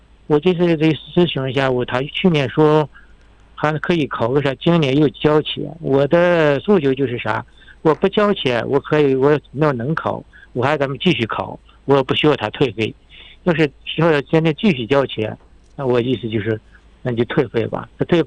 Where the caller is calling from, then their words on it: Hohhot, Inner Mongolia, China; 我是呼和浩特的